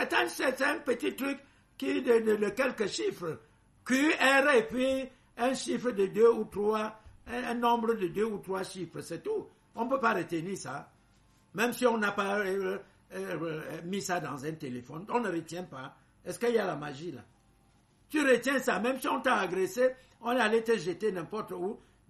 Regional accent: Cameroon; Nous sommes Camerounais

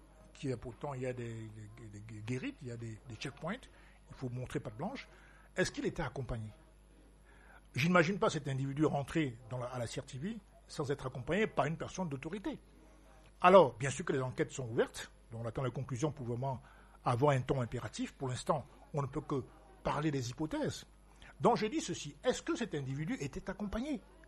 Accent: Douala, Littoral, Cameroon; Je suis né à Douala, monsieur. Voilà, je suis autochtone, baganté de Douala.

